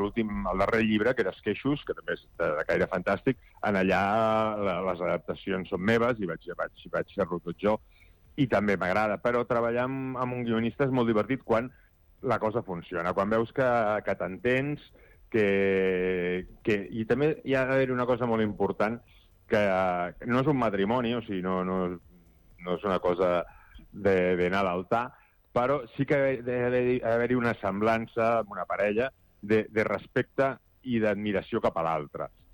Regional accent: Badalona, Catalonia, Spain; la presentem a Badalona, ja que jo sóc de Badalona, doncs la presentem a Badalona

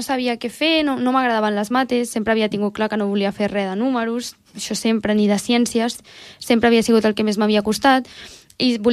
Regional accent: Tordera, Catalonia, Spain; also born or lived in Calella; vaig néixer a Calella, sí, però sí, tota la vida a Tordera

